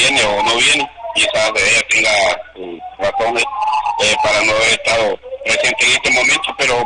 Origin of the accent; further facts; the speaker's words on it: Talanga, Francisco Morazán, Honduras; Como dijo, pues no representamos ningún color político, estamos representando nuestra bandera, primero talangueña y luego pues también hondureña.